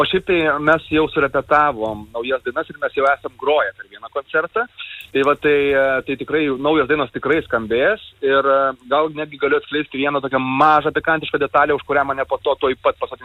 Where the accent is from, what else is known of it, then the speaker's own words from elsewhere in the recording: Siesikai, Vilnius County, Lithuania; moved away as an adult; also born or lived in Kaunas; now in Utena district, Lithuania; 20 metų aš gyvenau miestuose, prieš tai 20 metų aš gyvenau kaime beveik, tai yra Siesikos, Ukmergės rajone, o po to aš gyvenau 20 metų miestuose, aš gyvenau Kaune ir Vilniuje.